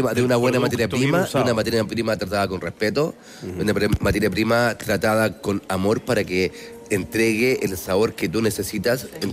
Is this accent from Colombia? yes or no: no; O'Higgins, Chile; Yo soy del campo de Chile, de la sexta región del Olol.